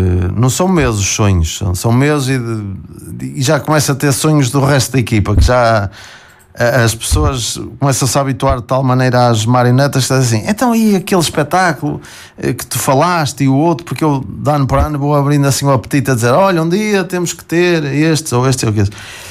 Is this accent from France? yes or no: no; Portugal; nós somos portugueses